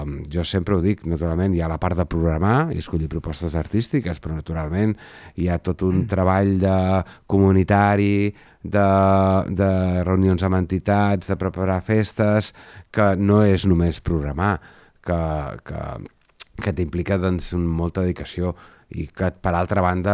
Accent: Mataró, Catalonia, Spain; jo sóc de Mataró

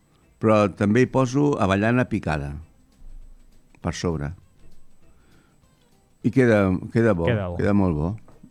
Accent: Barcelona, Catalonia, Spain; Allò era Horta, soc d'Horta.

